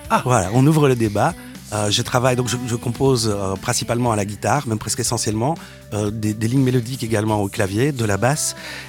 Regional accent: Wallonia, Belgium; also born or lived in Stavelot; Exactement ça, je suis né à Stavelot et j'ai grandi dans la région de Malmedie et de Wailles.

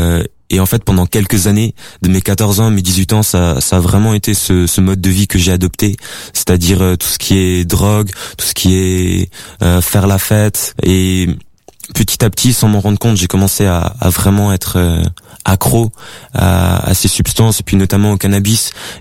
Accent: Grand Est, France; born there; J'ai 19 ans, je suis né en Alsace. J'ai passé une enfance vraiment cool.

